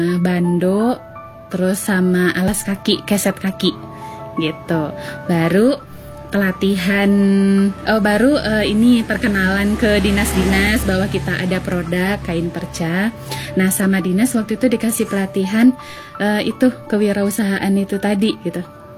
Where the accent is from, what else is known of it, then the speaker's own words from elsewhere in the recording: Medan, North Sumatra, Indonesia; moved away as an adult; now in West Sumatra, Indonesia; saya perantau ya dari Medan, terus nikah dengan orang Minang sini.